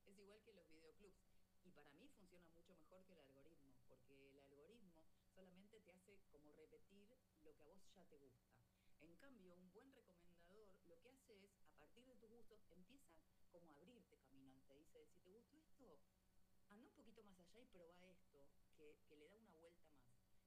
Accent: Argentina

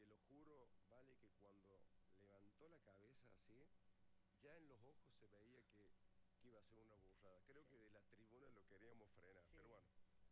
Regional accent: Córdoba, Argentina; born there; Nací en Alberdi

